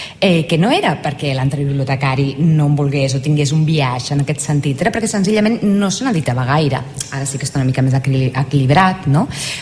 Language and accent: Catalan; Santa Perpètua de Mogoda, Catalonia, Spain; Jo que sóc de Santa Perpètua de la Moguda, un poblet a costat de Sabadell